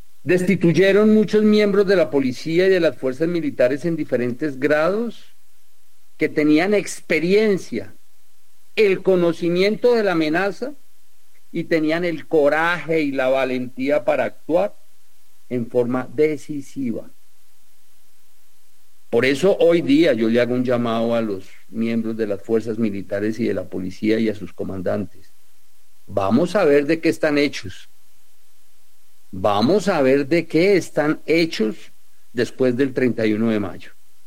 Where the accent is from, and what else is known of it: Colombia